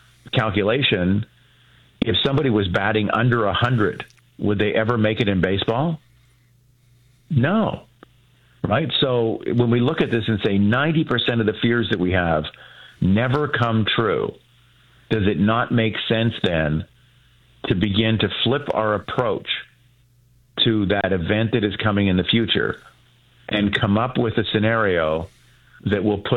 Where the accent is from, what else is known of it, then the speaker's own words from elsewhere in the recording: Rockway, Ontario, Canada; Kid, I grew up in Rockaway out in the country. So it's a fantastic area.